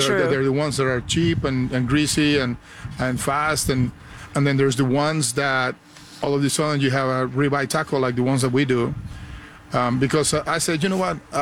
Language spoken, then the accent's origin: English; northern Mexico, Mexico; Well, you know, you will be surprised because, like I'm telling you, we're from the north. So we're 2 hours from Laredo, Texas.